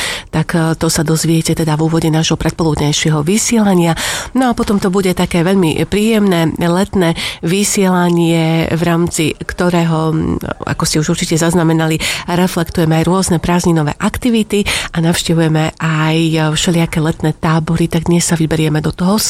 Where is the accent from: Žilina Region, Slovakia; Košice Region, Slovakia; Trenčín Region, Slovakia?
Košice Region, Slovakia; Michalovce; now in Košice, Slovakia; tak ja som vyrastala v Michalovciach, teda Zemplínska Šírava